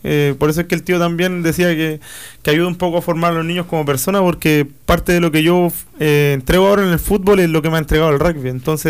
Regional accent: Chile; yo nací y criado en René Schneider, en la región

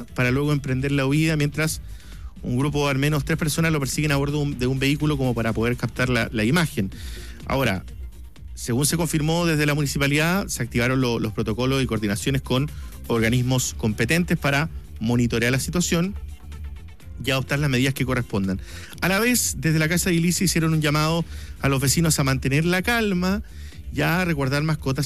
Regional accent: Magallanes, Chile; yo vengo de la región de Magallanes y allá los avistamientos de pumas son bastante seguidos en la zona de la región

